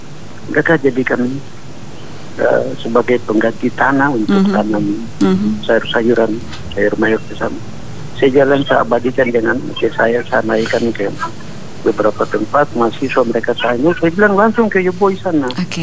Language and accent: Indonesian; Bonggo, Papua, Indonesia; born there; now in Jayapura, Indonesia; Kami besar dengan sagu. Di ibu kandung punya kampung di Taronta Bonggo, Kabupaten Sari.